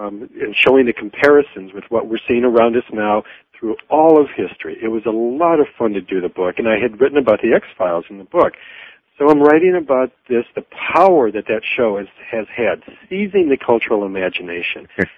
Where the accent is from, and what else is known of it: Michigan, United States; born or raised there